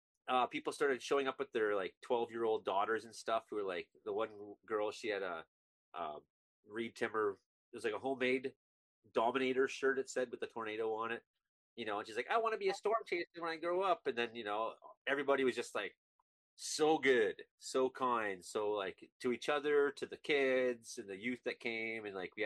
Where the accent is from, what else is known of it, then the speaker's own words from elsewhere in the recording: Ontario, Canada; I grew up north of Madoc.